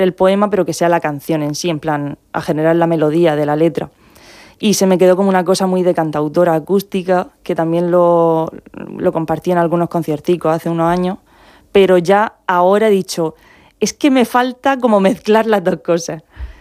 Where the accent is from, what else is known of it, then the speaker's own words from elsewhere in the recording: Molina de Segura, Region of Murcia, Spain; Yo soy de aquí